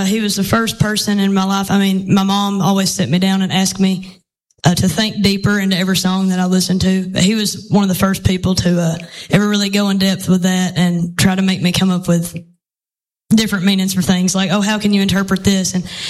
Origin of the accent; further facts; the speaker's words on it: Celina, Tennessee, United States; I'm from Salina. If any of y'all know where that's at, Del Hollow Lake's about the biggest thing we've got going on around there. But I'm pretty proud to be from a small place. We still don't have a red light.